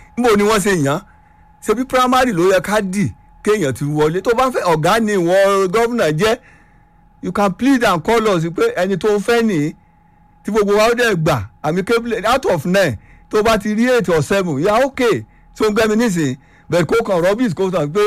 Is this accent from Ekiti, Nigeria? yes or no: yes; Ekiti, Nigeria; Èkìtì ni mí. Àdẹ̀ tí ì ṣerí. Ó dùn mọ́ mi inú.